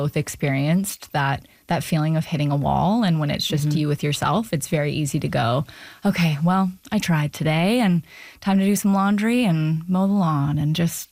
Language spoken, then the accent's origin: English; Vancouver, British Columbia, Canada